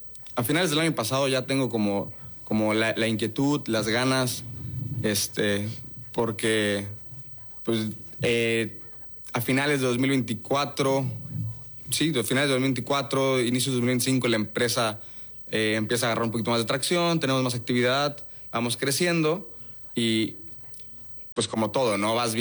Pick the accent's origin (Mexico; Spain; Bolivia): Mexico; Tapachula, Chiapas; moved away as an adult; now in Mérida, Mexico; tengo 27 años, soy de Tapachula, Chiapas. Ya llevo viviendo aquí 8 años en Mérida.